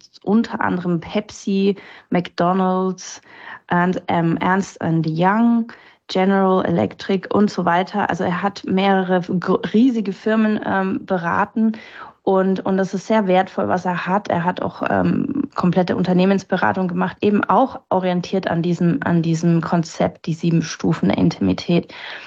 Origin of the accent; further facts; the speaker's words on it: Germany; als Deutsche.